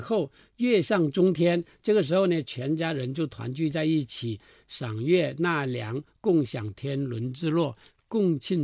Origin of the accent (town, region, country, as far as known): Guangxi, China; born or raised there; moved away